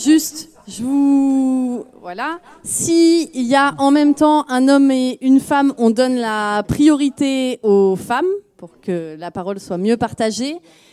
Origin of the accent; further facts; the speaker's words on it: Paris, Île-de-France, France; comme je suis une Béotienne, je viens de Paris, excusez-moi